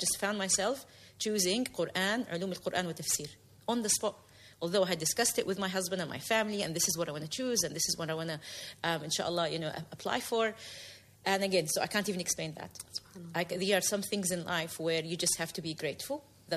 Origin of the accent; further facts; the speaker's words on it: New Zealand; I grew up in New Zealand.